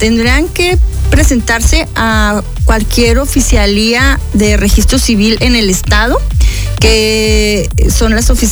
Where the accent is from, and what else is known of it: Chihuahua, Mexico